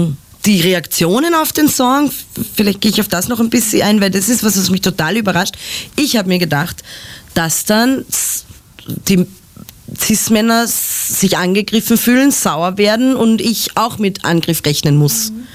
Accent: Ebensee, Upper Austria, Austria; born or raised there; now in Vienna, Austria

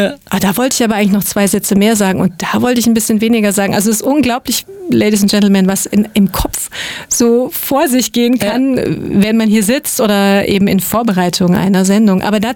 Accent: Schwäbisch Hall, Baden-Württemberg, Germany; born there; moved away; ich bin gebürtige Schwäbisch-Hallerin

